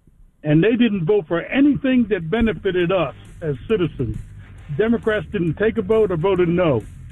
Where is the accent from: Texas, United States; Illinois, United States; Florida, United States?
Florida, United States; Yeah, I'm from Florida